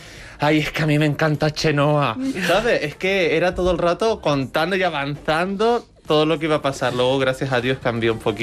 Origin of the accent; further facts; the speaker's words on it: Canary Islands, Spain; Yo soy de Gran Canaria.